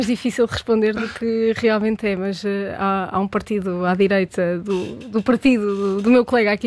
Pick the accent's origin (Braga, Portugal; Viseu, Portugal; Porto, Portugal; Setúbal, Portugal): Viseu, Portugal; Lamego; Sou de Lamego.